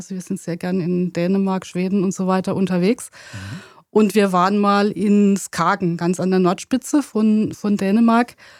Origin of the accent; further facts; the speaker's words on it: Southern Germany, Germany; moved away; weil wir stammen eigentlich aus Süddeutschland.